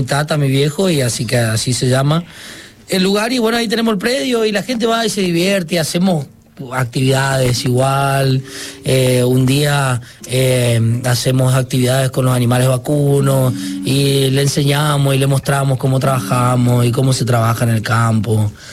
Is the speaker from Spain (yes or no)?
no; Gran Guardia, Formosa, Argentina; Se hace en mi casa, ya en Gran Guardia, mi pueblito.